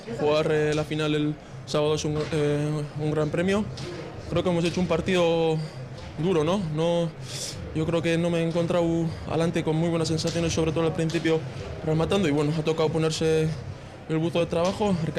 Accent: Mondragón, Basque Country, Spain; Soy de Mondragón, que es de Guipúzcoa, pero bueno, está casi pegado aquí.

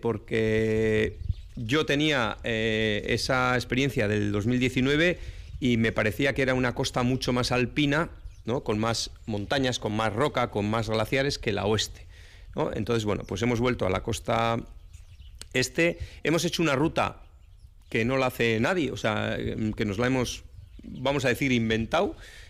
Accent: Basque Country, Spain

